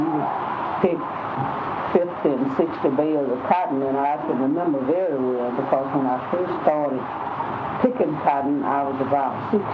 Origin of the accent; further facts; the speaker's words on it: United States; born there; I was born 1917 in Montgomery County, October 6th.